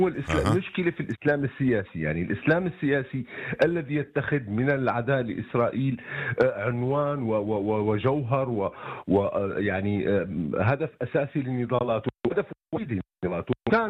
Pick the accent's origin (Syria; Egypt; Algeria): Syria; أنا اسمح لي أحكي أنا كمواطن سوري يعني بشكل محايد